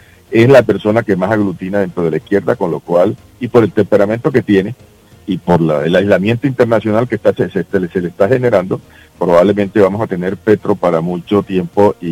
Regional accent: Colombia

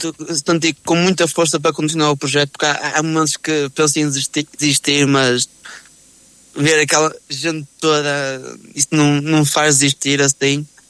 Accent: Felgueiras, Norte, Portugal; foi aqui na minha terra, Barrosas, que eu sou de Felgueiras, mas a freguesia é de Barrosas.

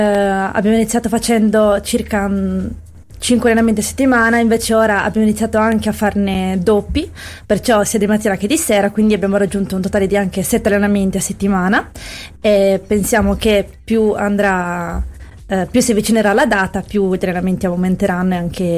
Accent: Sardinia, Italy

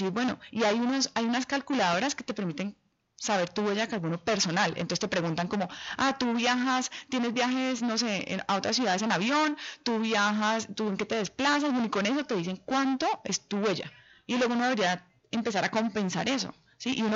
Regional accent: Cali, Valle del Cauca, Colombia; Bueno, nosotros pues somos caleños, no sé si lo han notado.

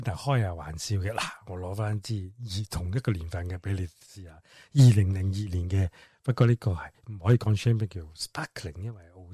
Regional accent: China; 特别系我哋中国人，即系都预咗系男仔俾钱噶啦，系嘛？

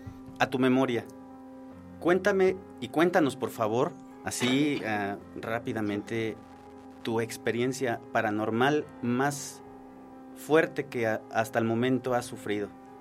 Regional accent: Mexico; qué orgullo como mexicanos de ver que personas como ustedes destaquen

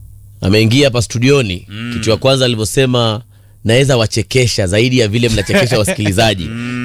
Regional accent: Diani, Kwale County, Kenya; now in Nairobi, Kenya; Sasa mimi natoka huko Diani.

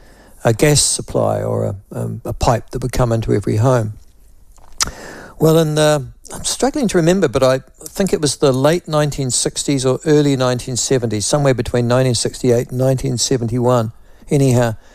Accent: Whanganui, Manawatū-Whanganui, New Zealand; I have to say that when I was a young boy growing up in Whanganui, I think we were the first or one of the first cities or provinces to be converted from what was then coal gas.

